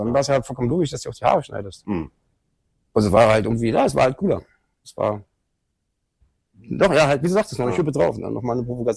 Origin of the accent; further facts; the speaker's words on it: Berlin, Germany; Geboren in Schöneberg, groß geworden in Kreuzberg.